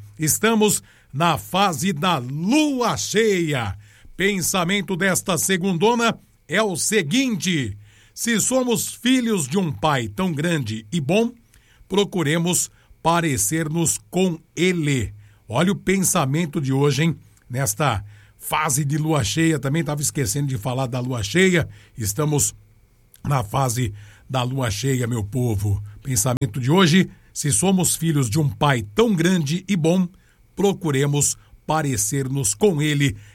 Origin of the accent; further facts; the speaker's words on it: Brazil; eu como brasileiro tô triste